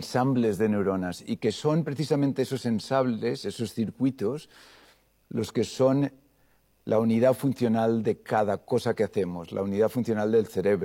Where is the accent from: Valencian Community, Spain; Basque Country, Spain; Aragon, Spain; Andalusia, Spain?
Valencian Community, Spain; now in Boston, United States; Soy valenciano